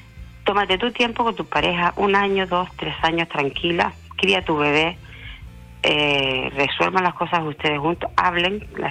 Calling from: Canary Islands, Spain; Soy de Gran Canaria

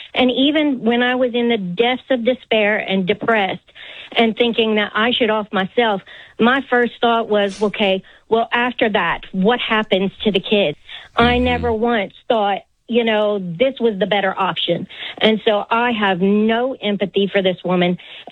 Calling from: Louisiana, United States; So, I'm from Louisiana

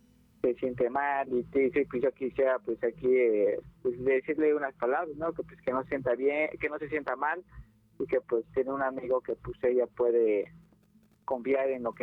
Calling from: Tlalnepantla de Baz, State of Mexico, Mexico; yo soy de aquí, de Tlalnepantla de Valls, nada más que trabajo aquí por Puente de Vigas.

